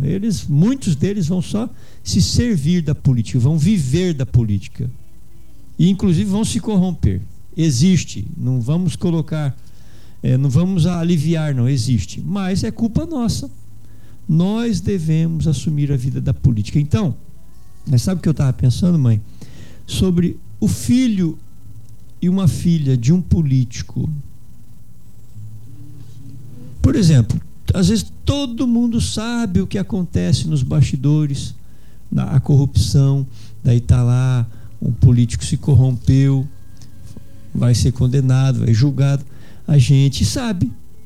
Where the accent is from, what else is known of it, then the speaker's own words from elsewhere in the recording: Brazil; eu sou brasileiro também.